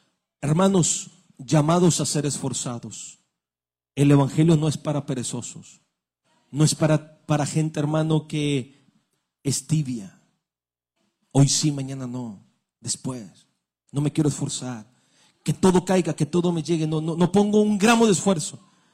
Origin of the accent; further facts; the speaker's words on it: Apodaca, Nuevo León, Mexico; Somos de México. ¿Quién no conoce un rancho, hermano? Conocemos los ranchos. Si no, en Apodaca hay muchos ranchos. De allá vengo yo